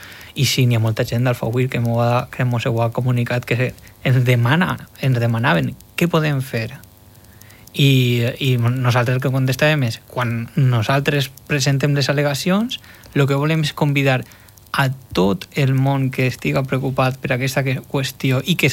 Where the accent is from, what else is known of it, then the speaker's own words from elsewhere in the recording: Gandia, Valencian Community, Spain; jo soc de Gandia